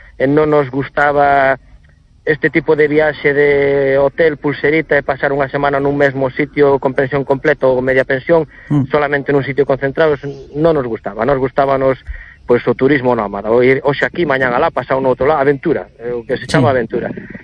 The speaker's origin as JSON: {"language": "Galician", "town": "Redondela", "region": "Galicia", "country": "Spain", "said": "Por eu son de Redondela, saímos hacia Mellora, hacia Porto Novo, Grove, saímos por zonas cercanas."}